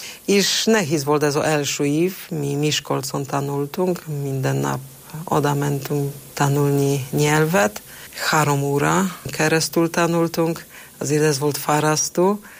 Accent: Poland; Hungarian is a second language; now in Hungary; itt Magyarországon, amikor valaki hallja, hogy lengyel vagyok, akkor látom, hogy nagy-nagy örömmel is, nyitott szívvel befogadják minket, lengyeleket.

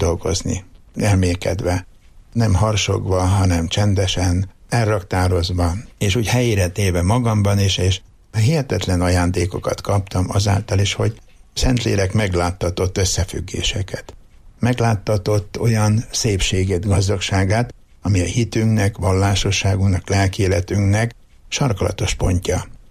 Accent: Rakaca, Borsod-Abaúj-Zemplén, Hungary; born or raised there; moved away

